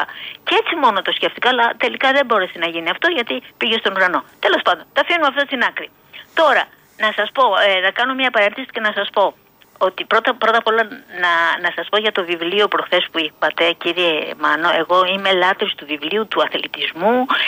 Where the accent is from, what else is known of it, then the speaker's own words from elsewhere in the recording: Athens, Attica, Greece; moved away as an adult; now in Elliniko, Greece; Και εγώ έμενα χρόνια και γεννήθηκα στο ΜΕΤΣ. Εν τω μεταξύ, τώρα τα τελευταία 10 χρόνια έχουμε έρθει στο άλλο σπίτι που έχουμε στο ελληνικό.